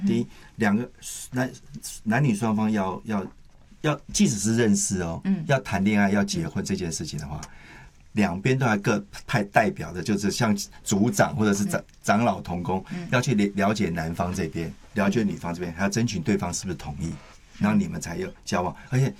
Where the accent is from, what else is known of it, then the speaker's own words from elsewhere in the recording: Taiwan; 我的脾气在因为眷村长大，我不能怪怨眷村，因为我是被打骂教育的